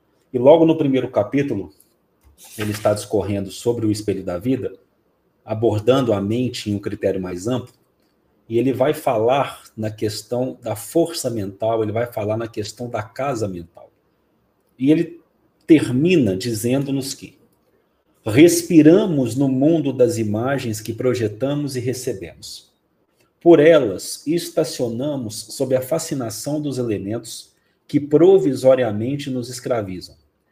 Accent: Minas Gerais, Brazil; Carol, eu sou mineiro, né?

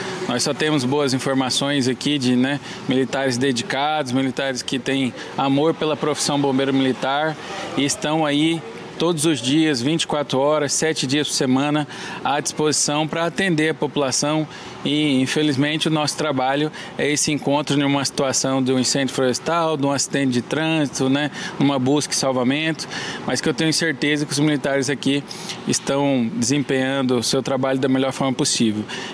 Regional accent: Mato Grosso, Brazil; Sim, do estado de Mato Grosso

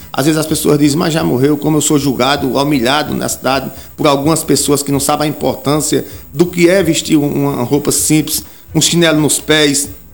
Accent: Arcoverde, Pernambuco, Brazil; born there; eu nasci aqui, né? Eu nasci na Casa de Saúde São Lucas

